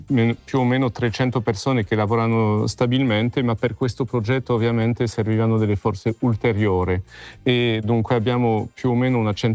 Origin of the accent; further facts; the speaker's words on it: France; Italian is a second language; now in Italy; sono francese